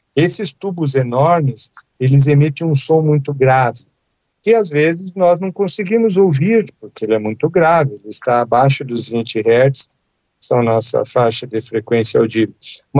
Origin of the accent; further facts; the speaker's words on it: Curitiba, Paraná, Brazil; born there; Eu nasci em Curitiba, lá na Praça Tiradentes.